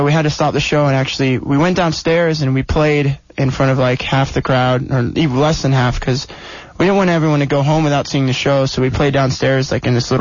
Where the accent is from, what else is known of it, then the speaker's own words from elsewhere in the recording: Coral Springs, Florida, United States; born there; moved away; We're from Coral Springs, which is like It's a nice suburb.